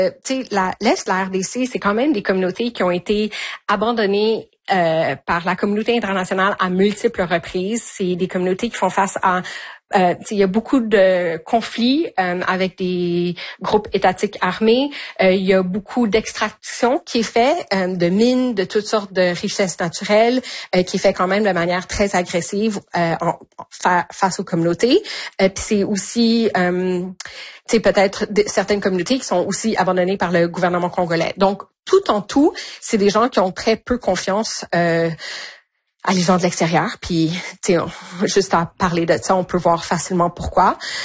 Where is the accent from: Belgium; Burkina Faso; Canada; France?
Canada; pour moi en tant que Canadienne.